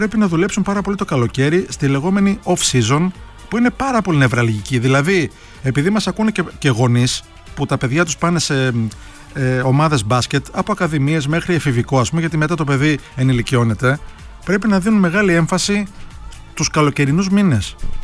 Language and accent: Greek; Greece; όχι γιατί είμαι Έλληνας